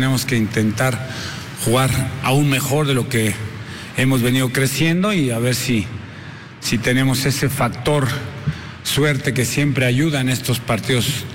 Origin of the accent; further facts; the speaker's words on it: Mexico; somos 11 mexicanos que tenemos que hacer gol allá y que no te dan gol aquí.